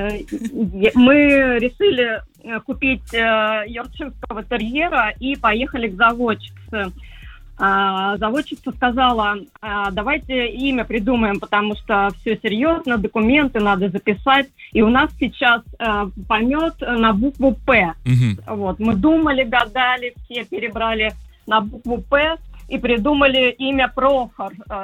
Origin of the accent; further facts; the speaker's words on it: Podolsk, Moscow Oblast, Russia; я из Подольска, мы из Подольска